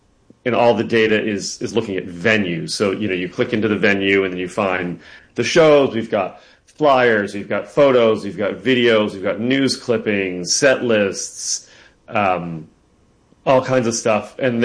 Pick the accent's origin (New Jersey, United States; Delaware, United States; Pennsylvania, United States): Delaware, United States; Hockessin; now in Brooklyn, United States; I grew up in Hockessin, Delaware. I now live in Brooklyn, New York.